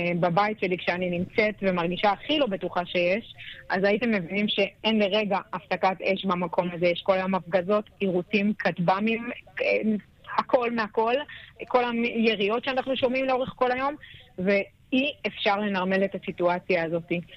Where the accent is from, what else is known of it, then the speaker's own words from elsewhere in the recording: Kiryat Shmona, North, Israel; ואני נולדתי וגדלתי בקריית שמונה, ואני מחוברת לעיר ומחוברת לתושבים שלה.